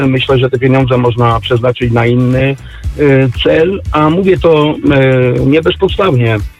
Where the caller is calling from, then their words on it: Poznań, Greater Poland Voivodeship, Poland; dzwonię z Poznania.